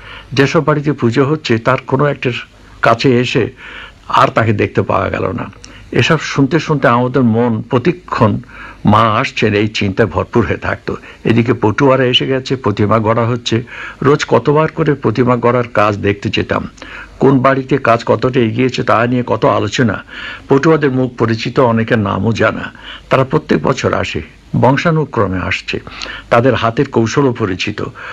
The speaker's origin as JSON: {"language": "Bangla", "country": "Bangladesh", "tie": "born or raised there", "said": "আমার ছোটবেলা কেটেছে সাধারণ এক গ্রামে, সে গ্রাম এখন বাংলাদেশের অন্তর্ভুক্ত। ছোট্ট এক নদীর ধারে সে গ্রাম, আয়তনে ছোট বলে গ্রামের সকল লোকের মধ্যে খুব মেলামেশা ছিল"}